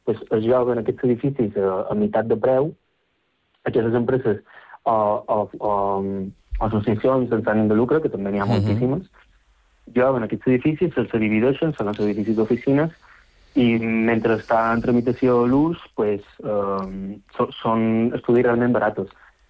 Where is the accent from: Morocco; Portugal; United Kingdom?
United Kingdom; London; Jo que vinc de Londres, pues, tu m'ho poses un cel.